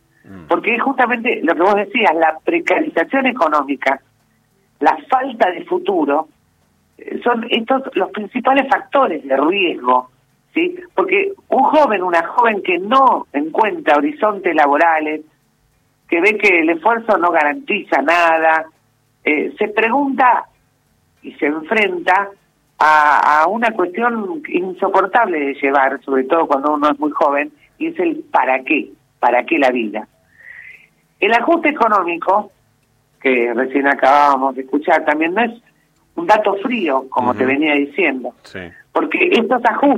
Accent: Argentina

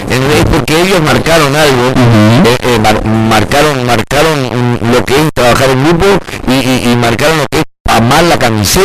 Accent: Argentina; Aparte nosotros somos el argentino, viste, queremos ganar.

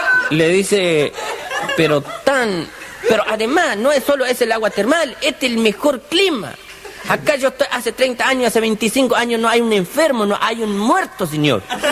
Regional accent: Chaco, Argentina; Y yo chaqueño decía, no, yo soy del Chaco, como he aclarado a veces en países vecinos.

